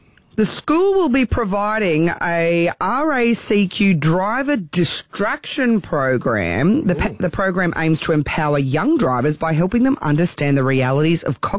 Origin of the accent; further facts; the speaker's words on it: Mullaney, Queensland, Australia; I grew up 100 acres in Mullaney, in a Land Cruiser, old ute, manual